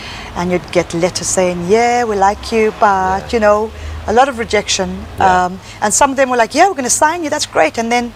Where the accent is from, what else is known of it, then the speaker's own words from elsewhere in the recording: Zimbabwe; also born or lived in Zambia; I was born in Zambia, grew up in Zimbabwe.